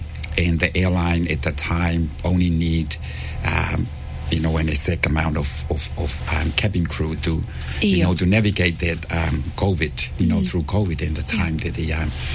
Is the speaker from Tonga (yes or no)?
yes; Ha'apai, Tonga; So I grew up in Hapai, kalo. I went to Pangaihihi for primary school back in 1979.